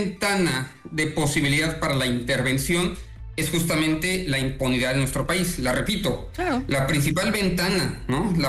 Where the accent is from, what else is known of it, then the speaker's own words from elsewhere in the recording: Mexico; Y quienes primero lo van a sufrir no somos los mexicanos